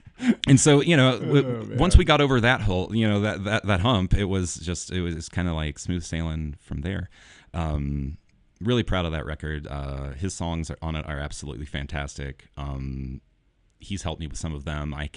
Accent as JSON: {"language": "English", "region": "Midwest", "country": "United States", "tie": "born there", "moved": "yes", "lives_now": "Nashville, United States", "said": "being a Midwesterner at birth."}